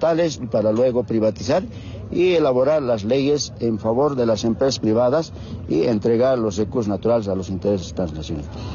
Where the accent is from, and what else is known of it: Bolivia